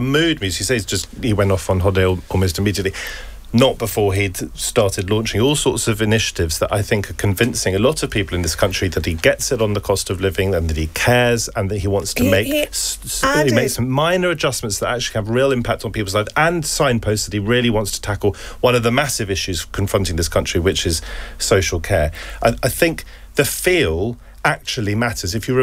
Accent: London, United Kingdom; I'm a southerner, you're, I think, from Somerset, I'm from London, spent my whole life in the southeast

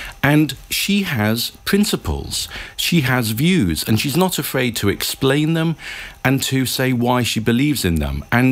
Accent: Liverpool, North West England, United Kingdom; because I am from Liverpool

